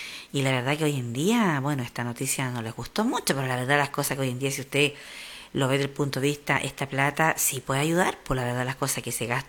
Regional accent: Chile; nosotros contentos también como chileno

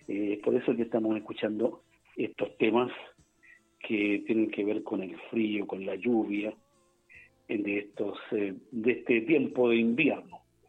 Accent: Chile

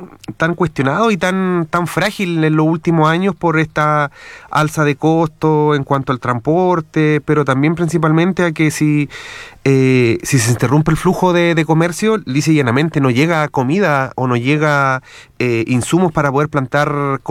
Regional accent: Chile; a nosotros como chilenos y chilenas

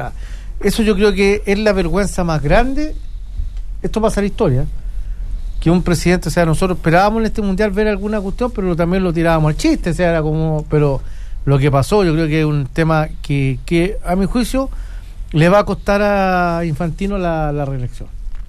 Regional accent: Chile; Yo como chileno, la verdad que no quiero clasificar como más débil

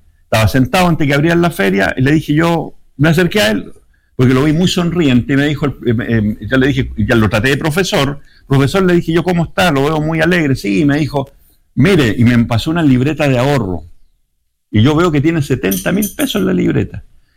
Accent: Vicuña, Coquimbo, Chile; moved away; yo días antes había ido a mi pueblo, a Vicuña, a Elqui, donde yo soy, a un pueblo chico que se llama San Isidro

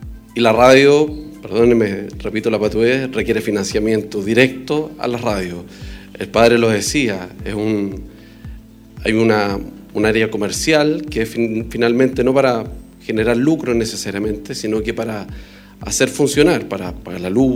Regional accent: Rancagua, O'Higgins, Chile; born there; Yo soy hijo de la radio. Nací en Rancagua, en la radio Bienvenida.

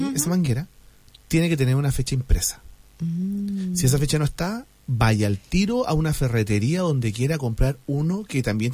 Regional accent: Concepción, Biobío, Chile; En mi casa somos todos ex de Concepción y allá no hace tanto calor, pues no hay 40 grados como acá, allá hay 30, 32.

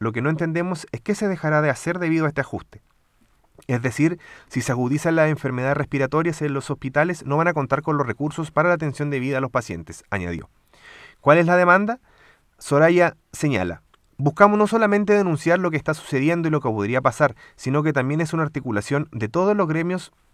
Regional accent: Maule, Chile; si estoy viviendo en el Maule, si nací y me crié en el Maule, evidentemente tengo que consumir productos que sean de mi tierra

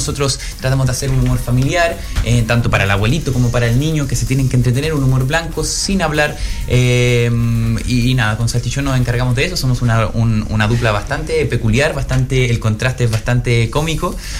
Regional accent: Niebla, Los Ríos, Chile; moved away as an adult; also born or lived in Santiago; yo soy chileno, yo soy nacido y criado en Valdivia, en realidad de una ciudad que queda un poquito más allá, que es Niebla, y nada, bueno, después me fui a Santiago, estuve trabajando un tiempo en teatro, y ahí me llamaron para acá, para el circo. Hace como 7 meses que estoy aquí trabajando

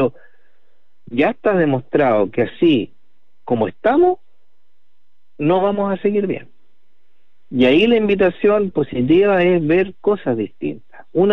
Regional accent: Chile

